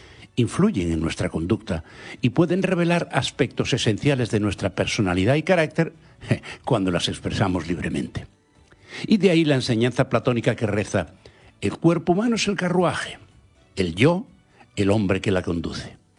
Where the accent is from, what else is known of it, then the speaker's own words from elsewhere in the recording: Galicia, Spain; first language Galician; Spanish is a second language; mi lengua materna, el gallego